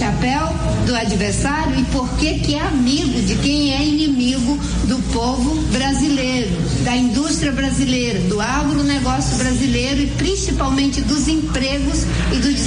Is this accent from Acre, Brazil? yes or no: yes; Acre, Brazil; Ele veio do Rio de Janeiro e eu vim do estado do Acre. E a generosidade do povo paulista nos elegeu.